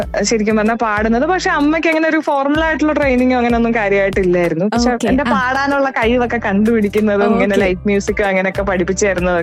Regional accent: Alappuzha, Kerala, India; എന്റെ ആദ്യത്തെ ഗുരുനാഥൻ ആലപ്പുഴയിലെ എന്റെ നാട്ടിൽ തന്നെയുള്ള

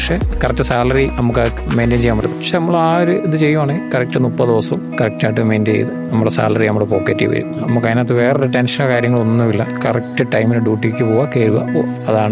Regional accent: Ayoor, Kerala, India; വീട് ആയൂര്.

